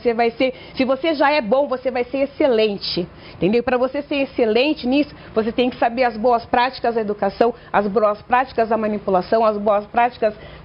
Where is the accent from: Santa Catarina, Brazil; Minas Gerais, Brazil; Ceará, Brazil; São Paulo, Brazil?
São Paulo, Brazil; Taboão da Serra; Eu sou do Taboão da Serra, né?